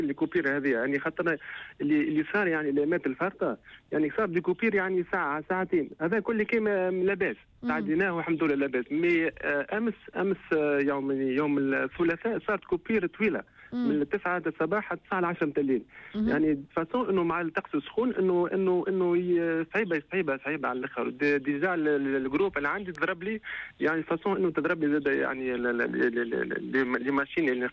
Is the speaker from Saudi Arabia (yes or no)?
no; Tunisia; moved away; also born or lived in Canada; كنت يعني نخدم في مجال يعني متطور في كندا لكن سيبت كل شيء في كندا قلت لا نجي لتونس